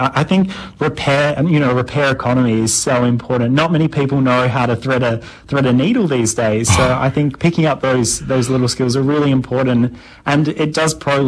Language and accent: English; Tasmania, Australia; growing up in Tasmania, I grew up around lots of different textile mills, and over the years I've just seen them become empty.